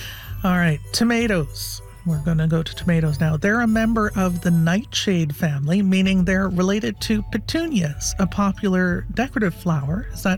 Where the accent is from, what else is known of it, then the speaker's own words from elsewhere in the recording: Halifax, Nova Scotia, Canada; I'm from Halifax, and the climate is not necessarily great for roses.